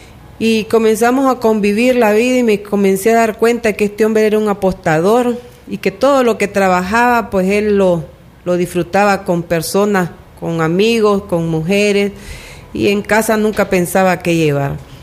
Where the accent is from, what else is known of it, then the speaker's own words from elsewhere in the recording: Camoapa, Boaco, Nicaragua; vengo de la ciudad de Camuapa